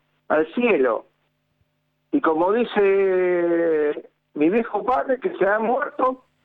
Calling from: Rosario, Santa Fe, Argentina; de Rosario.

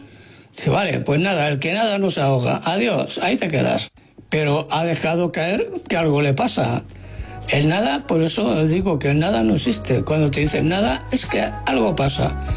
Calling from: Barcelona, Catalonia, Spain; Hola, Farero, soy … de Barcelona.

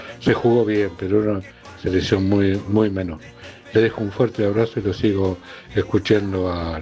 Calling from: Quilmes, Buenos Aires Province, Argentina; de Quilmes.

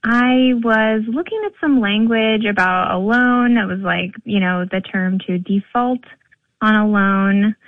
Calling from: New York City, New York, United States; I'm calling from Ridgewood, Queens, New York City.

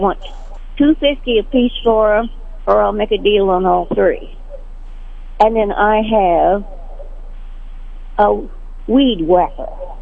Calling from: Sedalia, Missouri, United States; I'm calling from Sedalia, and I have two items.

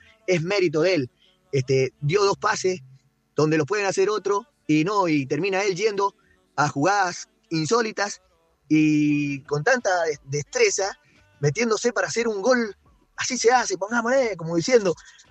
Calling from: Argentina; somos argentinos

